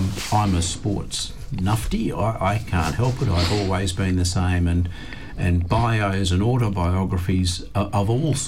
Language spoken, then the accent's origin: English; Palmyra, Western Australia, Australia; I grew up in Palmyra